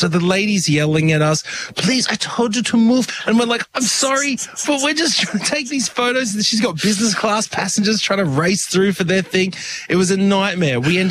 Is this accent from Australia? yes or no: yes; Australia; because we're Australian.